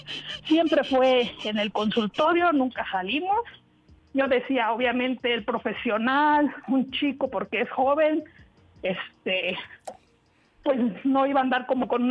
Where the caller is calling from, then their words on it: State of Mexico, Mexico; Tengo 52 años y soy del Estado de México.